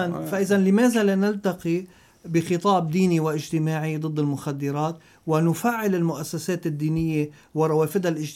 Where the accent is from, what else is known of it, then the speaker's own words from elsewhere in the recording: Lebanon; إنه نحن كلياتنا سوا كلبنانيين